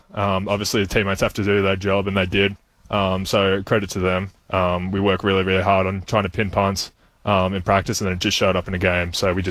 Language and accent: English; Ohio, United States; Obviously, I came from Ohio.